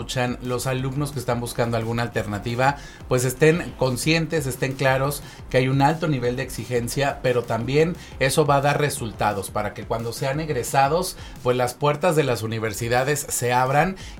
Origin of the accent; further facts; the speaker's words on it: Cuautla, Morelos, Mexico; quienes somos de Cuautla, de la región, lo sabemos